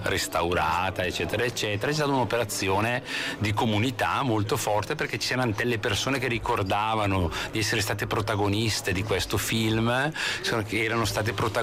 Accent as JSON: {"language": "Italian", "town": "Chiari", "region": "Lombardy", "country": "Italy", "tie": "born or raised there", "said": "io sono di Chiari di origine"}